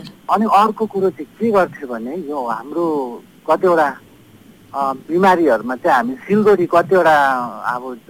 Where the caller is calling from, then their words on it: Darjeeling, West Bengal, India; हाम्रो दार्जिलिङमै